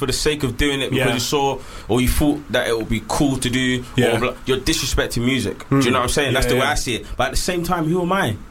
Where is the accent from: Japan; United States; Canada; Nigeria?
Nigeria; I grew up around Jamaican people. I'm obviously Nigerian myself, so I grew up around Nigerian music.